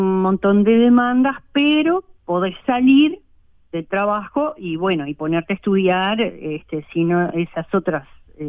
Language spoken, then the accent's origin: Spanish; Rocha, Uruguay; now in Minas de Corrales, Uruguay; Porque originalmente vine de Rocha para acá para estudiar justamente.